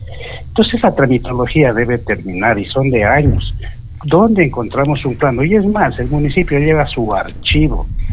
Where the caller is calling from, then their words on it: Loja, Ecuador; ustedes saben que soy de Loja. En esta oportunidad les llamo desde la provincia del Napo, el Cantón Quijos.